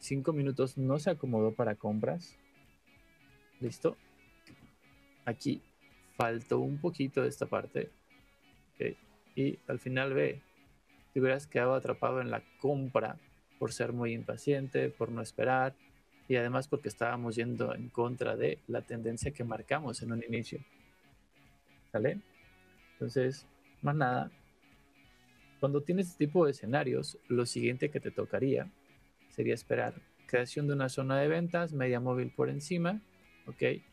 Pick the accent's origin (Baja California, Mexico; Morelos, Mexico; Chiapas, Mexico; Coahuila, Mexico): Coahuila, Mexico; Saltillo; De México, bro. También soy de México. Saltillo.